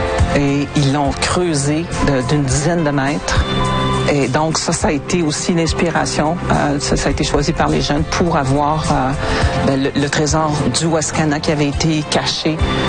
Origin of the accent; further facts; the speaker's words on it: Rouyn-Noranda, Quebec, Canada; Moi, quand j'ai grandi, à Rouyn-Noranda, il n'y avait pas beaucoup de livres.